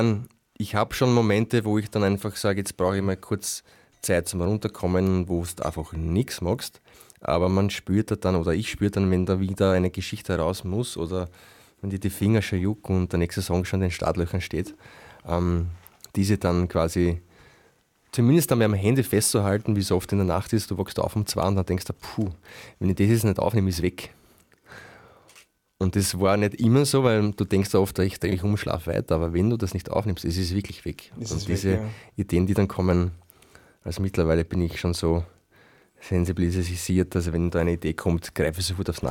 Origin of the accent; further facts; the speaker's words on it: Burgenland, Austria; now in Berg, Austria; Naja, ich bin ja eigentlich aus KC. Das heißt, ich komme aus dem Burgenland, wohne jetzt seit 17 Jahren eine Ortschaft weiter. Das ist ein Berg, das ist in Niederösterreich. Das heißt, eigentlich bin ich sozusagen burgenländischer Niederösterreicher.